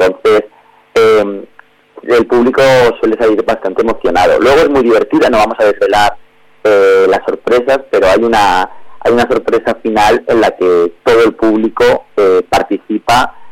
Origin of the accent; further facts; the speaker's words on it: Castro Urdiales, Cantabria, Spain; moved away; Yo soy de Castro Urdiales, de un pueblo marinero